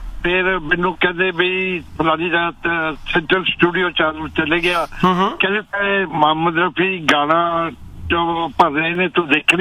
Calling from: Canada; ਮੈਂ ਕੈਨੇਡਾ ਤੋਂ ਆਇਆ।

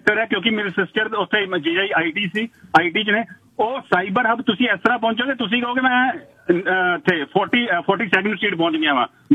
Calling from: Ludhiana, Punjab, India; ਮੈਂ ਜਿੱਥੇ ਬੈਠਾ ਵਾ ਲੁਧਿਆਣੇ ਦੇ ਪੋਸ਼ ਏਰੀਆ ਬੈਠਾ

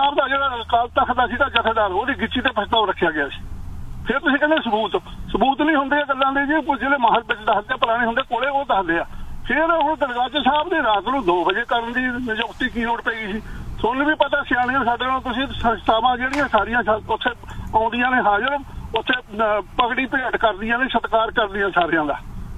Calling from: Canada; ਮੈਂ ਕੈਨੇਡਾ ਚ ਬੈਠਾ 30-35 ਸਾਲ ਤੋਂ ਜੀ ਇੱਥੇ

